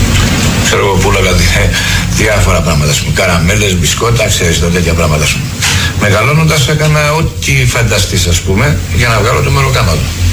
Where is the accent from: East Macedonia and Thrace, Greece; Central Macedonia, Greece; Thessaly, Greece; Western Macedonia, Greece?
Central Macedonia, Greece; Thessaloniki; born there; Από γονείς πρόσφυγες. Πήγαμε στη Θεσσαλονίκη, εγκατασταθήκαμε και μεγάλωσα στη Θεσσαλονίκη.